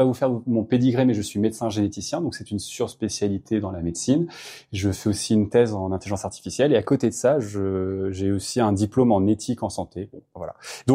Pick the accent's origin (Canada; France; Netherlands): France; Pau, Nouvelle-Aquitaine; born there; Et moi, je suis né à Pau.